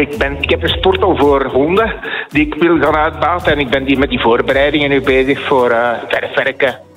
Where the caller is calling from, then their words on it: Bekkevoort, Flanders, Belgium; In Bekkevoort.